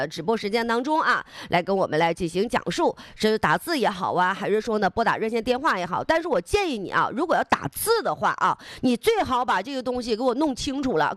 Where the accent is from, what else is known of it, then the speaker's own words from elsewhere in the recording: Northeast China, China; 像咱们东北话讲破闷儿